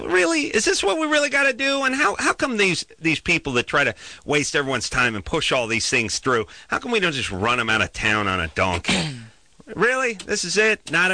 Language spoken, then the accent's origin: English; North Hollywood, California, United States; I'm from North Hollywood.